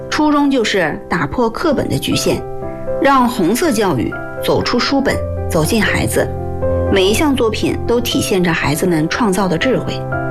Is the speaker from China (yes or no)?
yes; Sunwu, Heilongjiang, China; 孙吴县是我的家乡